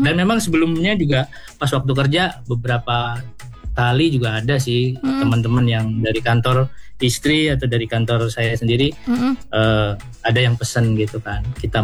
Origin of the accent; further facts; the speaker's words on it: Aceh, Indonesia; aslinya saya sendiri Aceh, kemudian istri Jawa.